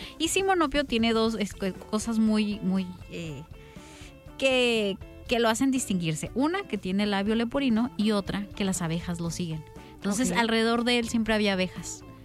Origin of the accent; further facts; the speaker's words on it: Baja California, Mexico; nosotros crecimos en Baja California, pero sabemos qué es lo que es el norte, ¿no?